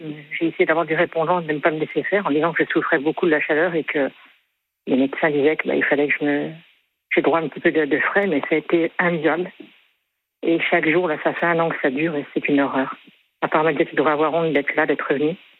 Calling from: Dijon, Bourgogne-Franche-Comté, France

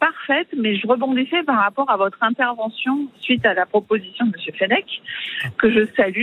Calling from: Boulogne-Billancourt, Île-de-France, France; je suis Boulogne-Billancourt, mais là, j'arrive de Normandie.

